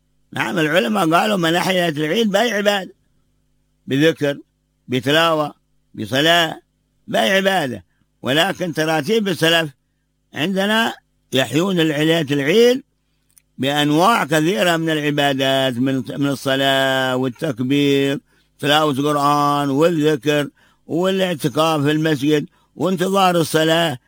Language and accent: Arabic; Tarim, Hadramaut, Yemen; المتقدمون عندنا في حضرموت بل في تريم